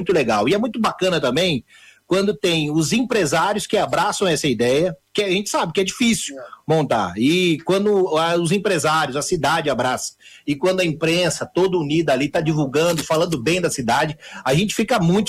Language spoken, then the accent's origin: Portuguese; Ponta Porã, Mato Grosso do Sul, Brazil; born there; also born or lived in Bela Vista; eu sou de Bela Vista. Mas vim pequeno também aqui para Ponta Porã. Então a gente tem uma relação muito forte com essa, com tanto Bela Vista quanto aqui Ponta Porã.